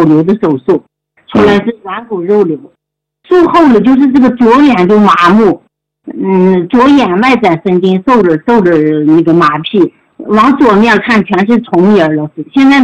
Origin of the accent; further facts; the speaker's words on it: Yuci, Shanxi, China; moved away as an adult; now in Taiyuan, China; 1969年农历8月初4早上卯时5点到7点出生的，出生在那个山西榆次农村。嗯，后来才长大以后才去了太原的。